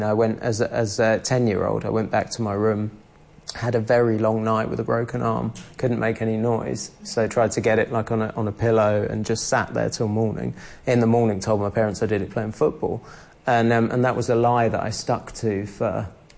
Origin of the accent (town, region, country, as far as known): London, United Kingdom; born or raised there